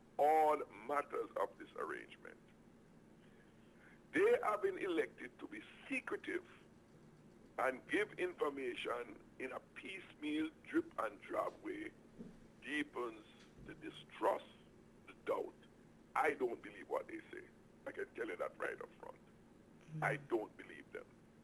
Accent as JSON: {"language": "English", "country": "Jamaica", "said": "the information that comes to us as a Jamaican people is a bit sketchy, inconsistent, etc."}